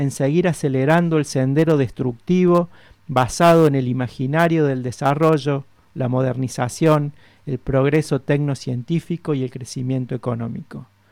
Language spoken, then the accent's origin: Spanish; Argentina